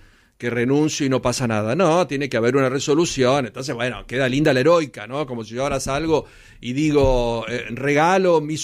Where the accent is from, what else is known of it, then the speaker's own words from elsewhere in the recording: Argentina; yo soy argentino, pero futbolero. Como argentino.